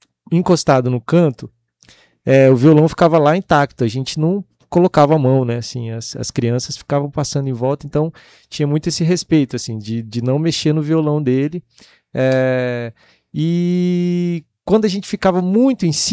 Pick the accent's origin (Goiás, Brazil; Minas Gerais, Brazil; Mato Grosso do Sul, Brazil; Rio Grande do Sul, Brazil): Mato Grosso do Sul, Brazil; Ribas do Rio Pardo; lá em Ribas do Rio Pardo, foi a cidade onde eu cresci